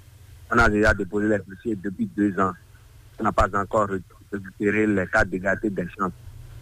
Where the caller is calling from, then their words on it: Ouidah, Atlantique, Benin; depuis Ouida.